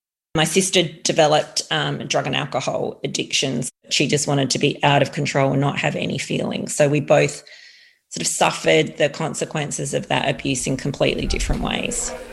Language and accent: English; Adelaide, South Australia, Australia; born or raised there